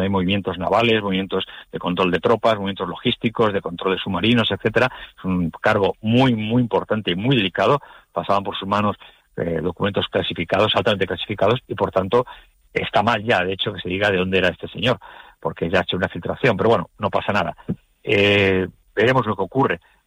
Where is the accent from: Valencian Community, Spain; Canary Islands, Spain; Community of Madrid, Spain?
Canary Islands, Spain; yo también soy canario, también lo soy.